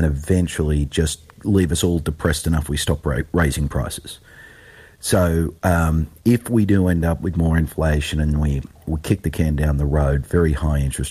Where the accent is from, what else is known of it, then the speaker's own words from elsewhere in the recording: Australia; than to lend it to a more functional democracy like my home country of Australia or Canada